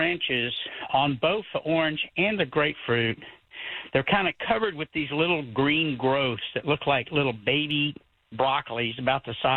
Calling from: Kyle, Texas, United States; I'm calling from up in Kyle.

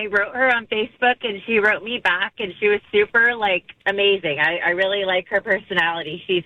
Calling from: Fairfax, California, United States

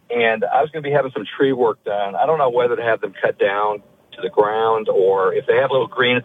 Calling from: Winter Haven, Florida, United States; I live in Winter Haven

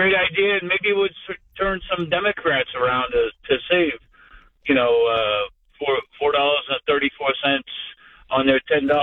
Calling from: New York, United States; Here in New York, it's 25 or 26 cents on state tax

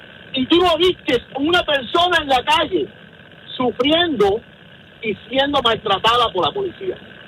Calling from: Puerto Rico; Yo soy puertorriqueño

